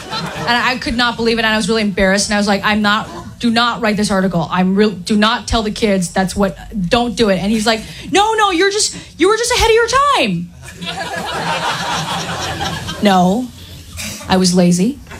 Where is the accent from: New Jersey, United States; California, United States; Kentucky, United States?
California, United States; San Francisco; I was raised in San Francisco. I went to Lowell High School.